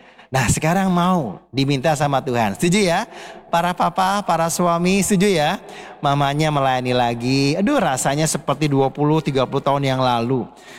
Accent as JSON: {"language": "Indonesian", "region": "Jakarta", "country": "Indonesia", "tie": "born there", "said": "Rumah saya lahir di Kelapa Gading nomor 4. Sekarang saya tinggal di Wisma Adi Sucipto sebagai pendamping mahasiswa."}